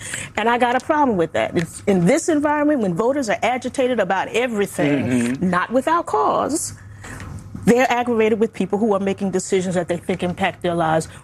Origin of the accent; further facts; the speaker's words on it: New York City, New York, United States; I'm from Brooklyn.